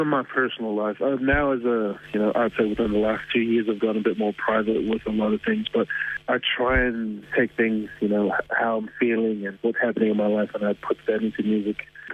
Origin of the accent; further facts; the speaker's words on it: New Zealand; It's kind of a funny little thing about growing up in New Zealand as a Samoan and having an identity crisis.